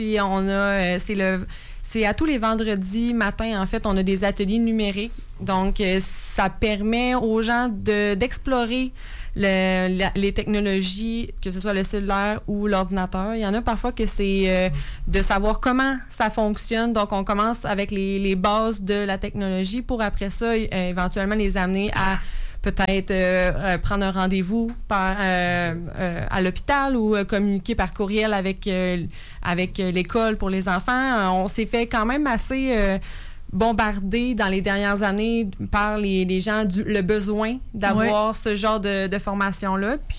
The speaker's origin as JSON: {"language": "French", "region": "Quebec", "country": "Canada", "said": "en tant que Québécois qui parle français."}